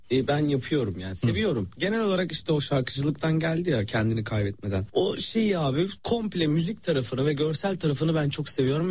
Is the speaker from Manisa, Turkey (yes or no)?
yes; Salihli, Manisa, Turkey; moved away; benim memleketim.